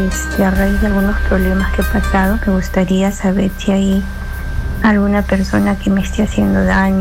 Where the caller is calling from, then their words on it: Lima, Peru; De acá, de Surquillo.